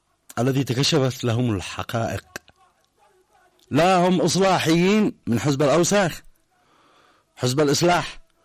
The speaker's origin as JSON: {"language": "Arabic", "country": "Yemen"}